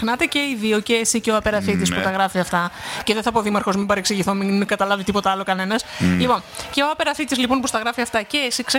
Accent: Greece

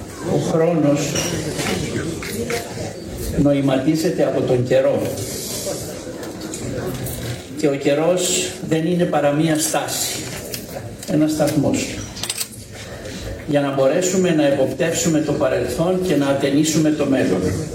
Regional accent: Amorgos, South Aegean, Greece; born there; ο οποίος μου δόθηκε στον τόπο μου, τη γενέθειρά μου, δια του Δήμου Αμοργού.

